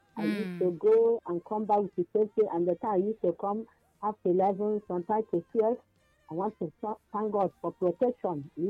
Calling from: Enugu State, Nigeria; from Ugwaji.

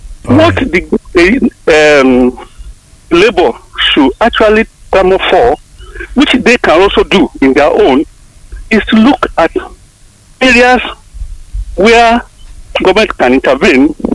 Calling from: Edo, Nigeria; I'm speaking from Edo local government.

